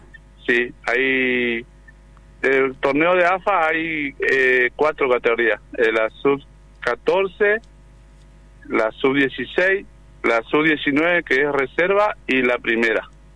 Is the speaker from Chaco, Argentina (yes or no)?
yes; Resistencia, Chaco, Argentina; now in Buenos Aires, Argentina; Del Chaco, soy de Resistencia Chaco. Estoy viviendo acá en Buenos Aires.